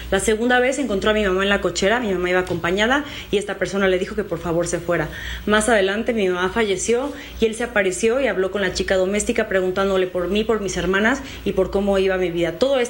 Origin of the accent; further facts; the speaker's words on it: Puebla, Mexico; moved away; Después de eso se presentó 3 veces en Puebla, de donde soy, a casa de mi mamá y mis hermanas